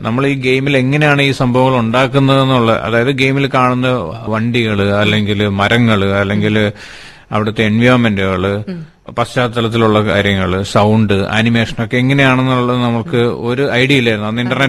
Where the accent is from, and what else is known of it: Kerala, India